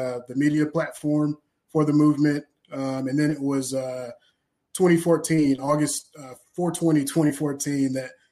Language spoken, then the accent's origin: English; Bowling Green, Kentucky, United States; now in Chicago, United States; I'm from Bowling Green, Kentucky. I went to Bowling Green High School, then went to Georgetown College, then came up to Chicago